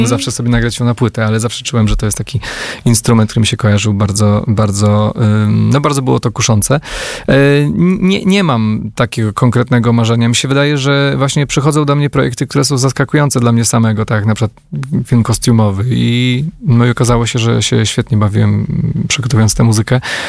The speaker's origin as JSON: {"language": "Polish", "town": "Warsaw", "region": "Masovian Voivodeship", "country": "Poland", "said": "pochodzę z Warszawy"}